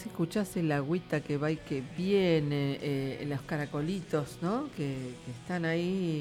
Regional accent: San Clemente del Tuyú, Buenos Aires Province, Argentina; moved away; Tengo la posibilidad de ir bastante seguido a una zona de playa, porque soy de allá, de San Clemente.

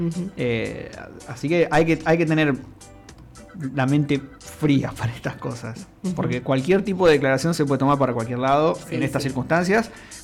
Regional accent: La Plata, Buenos Aires, Argentina

